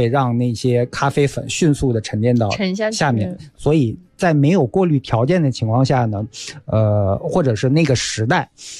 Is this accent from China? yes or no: yes; China; 因为，我们中国人都知道铝的东西啊，用久了好像对身体不太好。